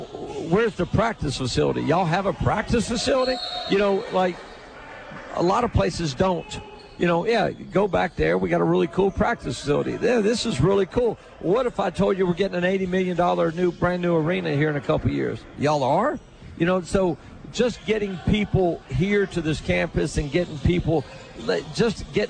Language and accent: English; Johnson City, Tennessee, United States; moved away; I grew up in Johnson City, so it's right beside.